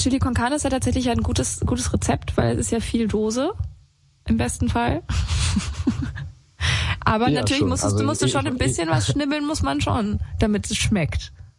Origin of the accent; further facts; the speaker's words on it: Saarland, Germany; moved away as an adult; also born or lived in Austria / Croatia; now in Berlin, Germany; Und ich komme nicht aus Berlin. Also ich komme eigentlich aus dem Saarland. Da so ganz JWD.